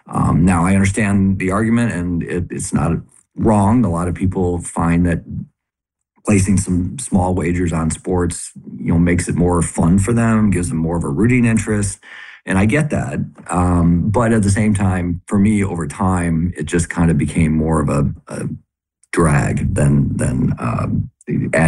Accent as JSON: {"language": "English", "town": "Cleveland", "region": "Ohio", "country": "United States", "tie": "born or raised there", "said": "I'm a Cleveland sports fan, born and raised."}